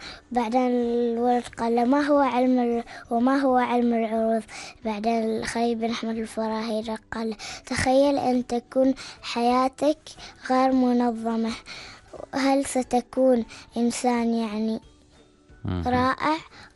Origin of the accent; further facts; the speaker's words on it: Oman; لأنهم من بلدي عمان الحبيبة، وكنت يعني واجد أحبهم لما قرأت عنهم في المجلة